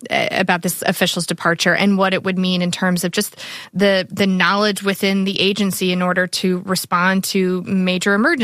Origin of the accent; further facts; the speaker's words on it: North Carolina, United States; I'm from North Carolina. We are deeply familiar with the intensity and ferocity in which these storms can roll in.